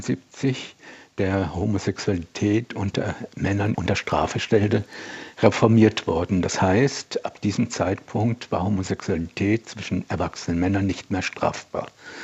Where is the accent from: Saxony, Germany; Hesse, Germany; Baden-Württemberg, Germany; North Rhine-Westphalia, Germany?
Baden-Württemberg, Germany; now in Berlin, Germany; Also das war in meiner Jugend in der Nähe von Heidelberg immer noch nach wie vor der Fall.